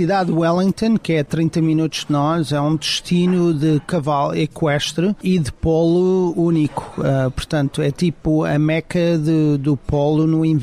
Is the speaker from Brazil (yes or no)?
no; Portugal; mas para mim, como português, fico cheio de orgulho.